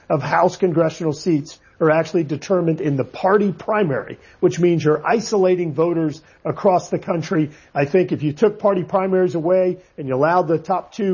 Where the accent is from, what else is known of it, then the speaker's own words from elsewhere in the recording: Louisiana, United States; My home state of Louisiana, up until recently, we always had an open primary